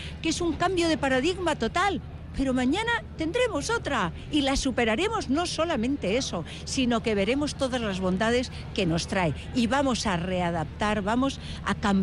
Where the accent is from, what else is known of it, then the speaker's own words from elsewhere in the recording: Spain; porque además de españoles, somos europeos, somos iberoamericanos. Yo me siento súper privilegiada de la gran región a la que pertenezco.